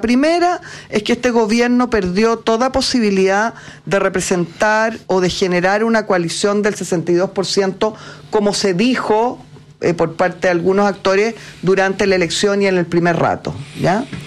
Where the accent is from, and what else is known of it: Chile